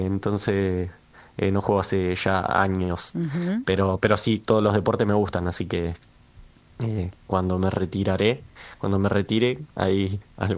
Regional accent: Puerto Madryn, Chubut, Argentina; De Puerto Madryn, yo no nací en Puerto Madryn. Yo llegué a los 6 años a Puerto Madryn y ahí yo me fui a los 14.

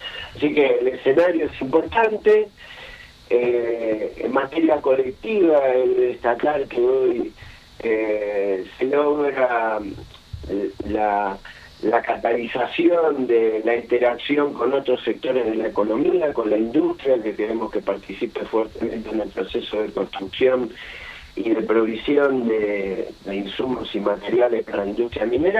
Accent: Argentina; como argentino, como ciudadano

